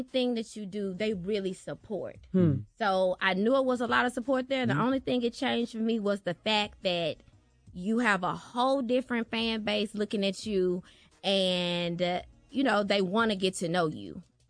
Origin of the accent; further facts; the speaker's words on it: Memphis, Tennessee, United States; I'm from Memphis.